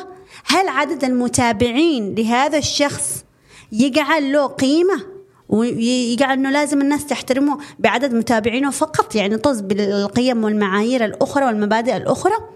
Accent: Yemen; عندنا باليمن

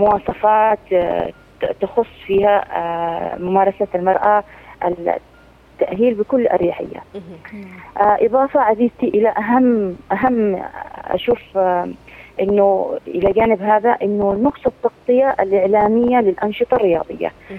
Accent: Yemen; فيقول لك المرأة عندنا في اليمن ما ينفعش تلعب مصارعة

